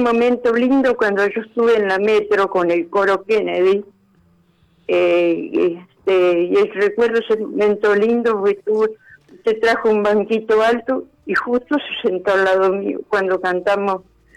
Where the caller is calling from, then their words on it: Pilar, Buenos Aires Province, Argentina; de Pilar.